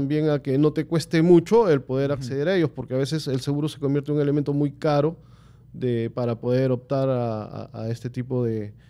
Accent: Peru; nosotros como peruanos

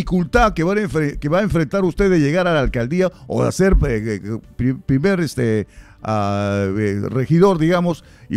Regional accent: Loreto, Peru; Somos de Loreto.

